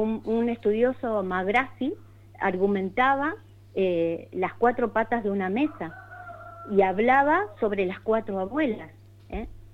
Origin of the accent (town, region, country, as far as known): Argentina